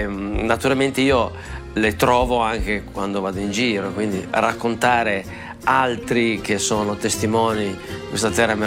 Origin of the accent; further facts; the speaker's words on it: Riccione, Emilia-Romagna, Italy; born there; moved away as an adult; now in Bologna, Italy; Io sono romagnolo, nato a Riccione e vivo a Bologna, quindi rappresento tutte e due le anime